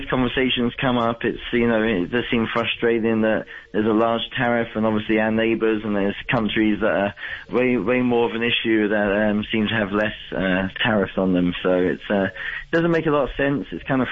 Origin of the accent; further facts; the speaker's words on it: London, United Kingdom; now in United States; I'm from South London, and Crystal Palace is my soccer team. That's where I'm from, in that area.